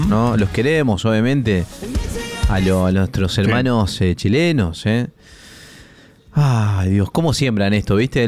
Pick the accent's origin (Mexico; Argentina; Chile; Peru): Argentina; nosotros que somos argentinos